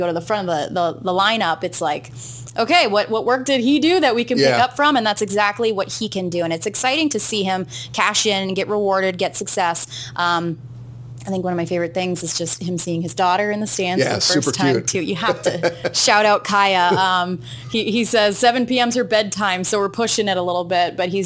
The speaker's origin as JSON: {"language": "English", "region": "New Hampshire", "country": "United States", "said": "You know, I'm from New England, New Hampshire."}